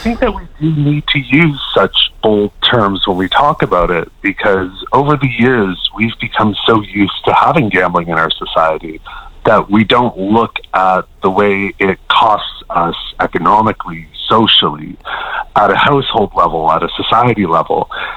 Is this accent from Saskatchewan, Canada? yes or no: no; Cape Breton, Nova Scotia, Canada; So I grew up in Cape Breton, and we had one of the first casinos in the country, actually, 1995. So I grew up alongside that.